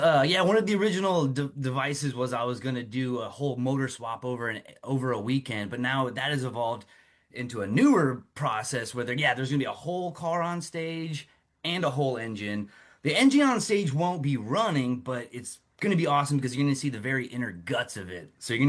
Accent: Iowa, United States; I grew up in Iowa.

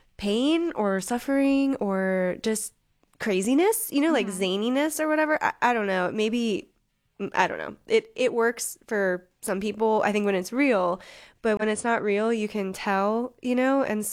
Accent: Baltimore, Maryland, United States; also born or lived in Prague / Tokyo / Los Angeles; I'm a person from Baltimore, Maryland, originally. I've traveled quite a lot. I've lived in a lot of places around the world, including Prague and Tokyo and LA.

